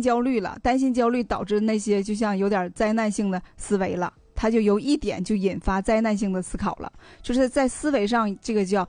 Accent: Dalian, Liaoning, China; 我身为大连人，我大连市民

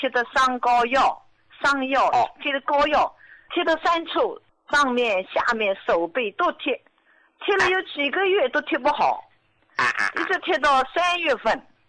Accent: Jiangsu, China; 我今年73岁，我是江苏的。

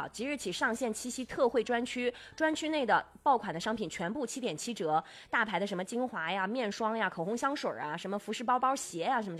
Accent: Jiangxi, China; 我们江西人

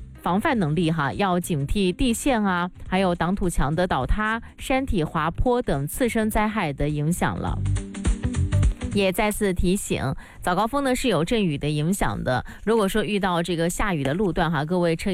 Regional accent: Guangdong, China; now in Shenzhen, China; 我们广东人

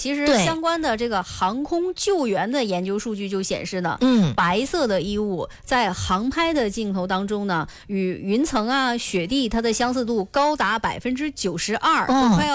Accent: Northeast China, China; accent: Northeastern; 这个用咱们东北话说

